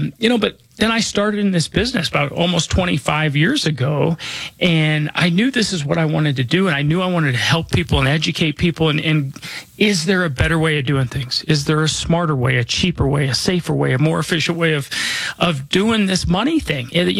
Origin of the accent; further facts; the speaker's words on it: Denver, Colorado, United States; I was born and raised here in Denver. I went to Holly Hills Elementary School over close to Hamden and I-25. That's where I grew up.